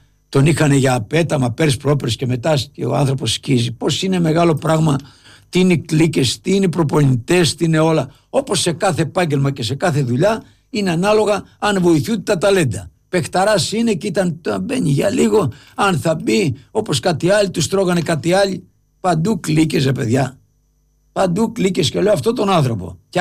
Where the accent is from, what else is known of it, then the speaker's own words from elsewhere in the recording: Lefkada, Ionian Islands, Greece; now in Agioi Anargyroi, Greece; μένω στους Αγίους από τότε που ήρθα από το χωριό, από τη Λευκάδα, από τα μέρη μας.